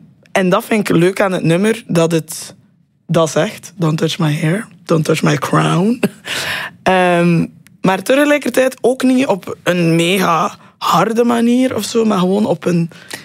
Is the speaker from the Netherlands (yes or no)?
no; Roeselare, Flanders, Belgium; Ik kom ook van Roeselaar, dus heb daar geen grote concertzaal of zo.